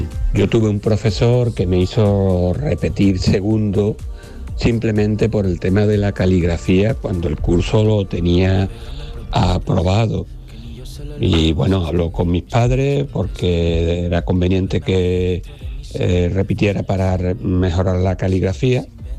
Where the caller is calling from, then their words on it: Seville, Andalusia, Spain; de Sevilla.